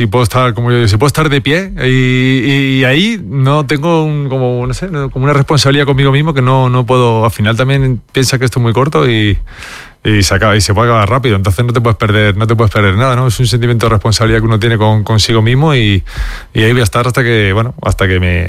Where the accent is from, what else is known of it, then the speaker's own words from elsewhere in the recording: Madrid, Community of Madrid, Spain; Pues nada, me tuve que volver aquí a Madrid, entrenaba con un entrenador que tenía yo cuando era pequeño, entrenábamos en Canillas a las 10 de la noche.